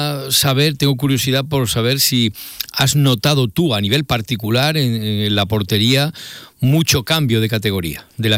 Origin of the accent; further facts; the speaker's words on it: Villacarrillo, Andalusia, Spain; ¿cómo van las ferias de mi pueblo?